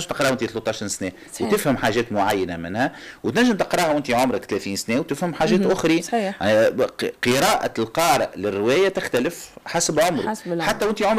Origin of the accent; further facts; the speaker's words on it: Tunisia; واحنا شعب تونسي